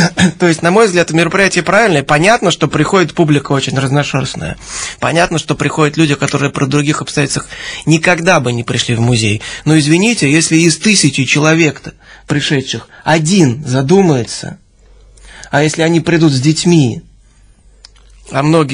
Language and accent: Russian; Saint Petersburg, Russia; я сам петербуржец